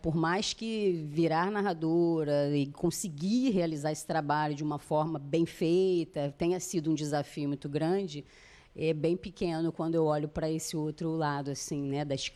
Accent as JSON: {"language": "Portuguese", "region": "Rio de Janeiro", "country": "Brazil", "said": "Eu sou muito carioca, assim, né? das gírias"}